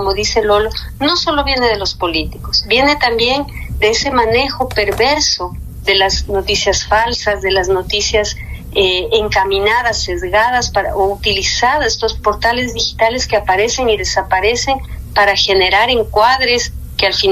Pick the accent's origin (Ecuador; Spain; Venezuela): Ecuador; nos unen como ecuatorianos